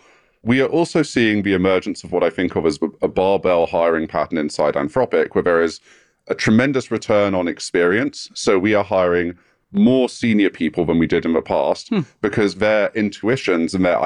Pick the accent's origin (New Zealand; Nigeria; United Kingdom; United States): United Kingdom; England; Yes, as a as an Englishman, it fills me with such joy